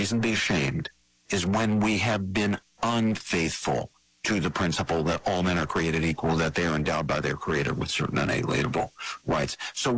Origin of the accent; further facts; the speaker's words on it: West Virginia, United States; now in New Jersey, United States; my home state of West Virginia or my current state of New Jersey